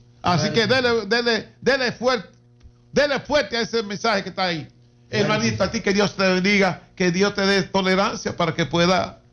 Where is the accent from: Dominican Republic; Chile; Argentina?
Dominican Republic; La Vega; Pues yo soy de La Vega.